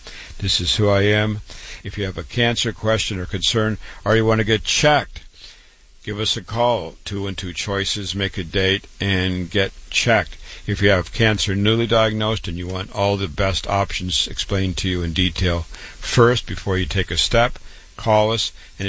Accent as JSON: {"language": "English", "town": "Waterloo", "region": "Iowa", "country": "United States", "tie": "born or raised there", "said": "board-certified doctor. I was born and raised in Waterloo, Iowa, public school, university MD at 25"}